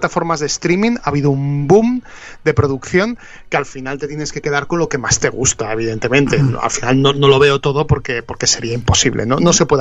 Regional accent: Zaragoza, Aragon, Spain; born there; moved away; Estoy en Zaragoza. He vuelto a mi ciudad natal por unos días.

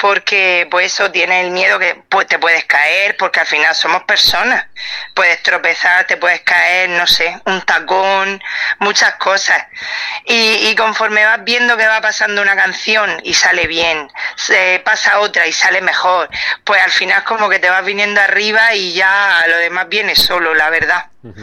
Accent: Lorca, Region of Murcia, Spain; born there; ellos eran andaluces y a mí, pues yo nací aquí en Lorca

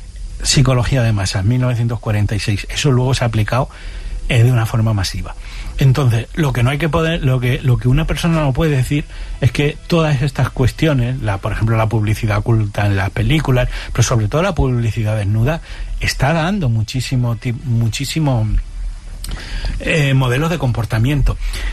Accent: Extremadura, Spain

